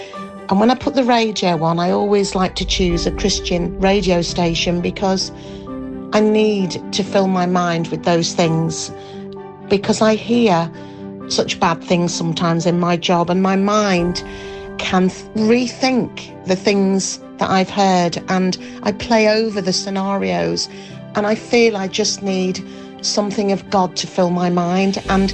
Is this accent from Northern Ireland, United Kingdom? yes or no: no; Leeds, Yorkshire and the Humber, United Kingdom; from Leeds.